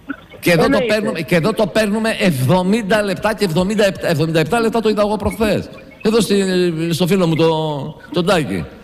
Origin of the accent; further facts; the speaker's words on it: Amaliada, Western Greece, Greece; now in Athens, Greece; Εγώ είμαι κάτω από τον Λοπόννησο, από την Αμαλιάδα